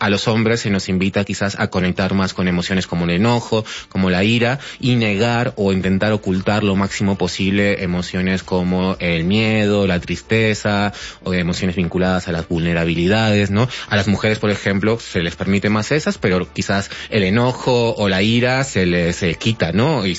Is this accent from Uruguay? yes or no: yes; Uruguay; moved away; Yo soy nacido en Uruguay, bueno, y criado allí.